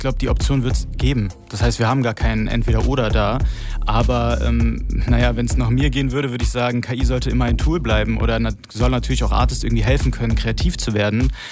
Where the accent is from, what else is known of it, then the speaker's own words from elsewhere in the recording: Berlin, Germany; Wir kommen ja ursprünglich hier aus Berlin, deswegen aus der Techno-Hauptstadt.